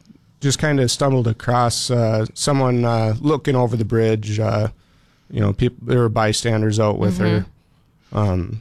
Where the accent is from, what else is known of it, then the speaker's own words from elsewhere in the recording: Harwood, North Dakota, United States; I grew up in Harwood, so went to high school in West Fargo here.